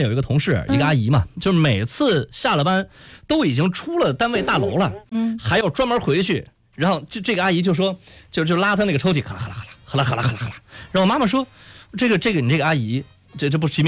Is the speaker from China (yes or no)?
yes; Northeast China, China; 你知道我们东北人基本上是不踩井盖的